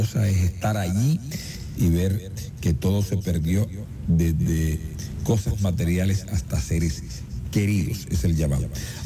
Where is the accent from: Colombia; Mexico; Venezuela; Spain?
Colombia